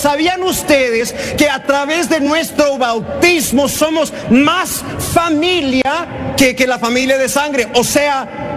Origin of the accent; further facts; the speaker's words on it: New York, United States; yo vengo de Nueva York